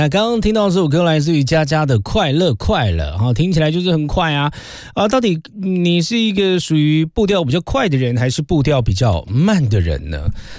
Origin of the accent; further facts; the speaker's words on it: Taipei, Taiwan; moved away as an adult; now in Tainan, Taiwan; 因为我算是台北人啦，以前小时候就是在台北生活了，那后来我真的是没有办法接受台北的快步调，后来又去台南生活